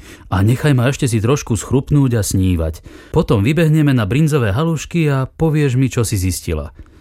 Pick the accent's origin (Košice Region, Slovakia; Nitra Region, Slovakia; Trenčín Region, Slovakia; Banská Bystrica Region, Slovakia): Banská Bystrica Region, Slovakia; Náhodou, veď som chlapec z Hore Hronia. Od malička som si to chcel vyskúšať.